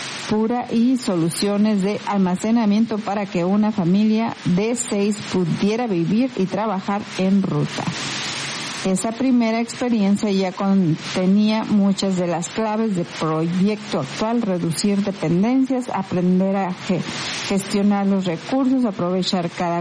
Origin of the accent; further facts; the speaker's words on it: Mexico; moved away; yo de donde vengo, de México